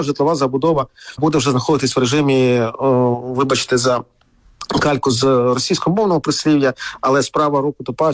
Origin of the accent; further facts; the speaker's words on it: Kharkiv, Kharkiv Oblast, Ukraine; Якщо говорити про мій рідний Харків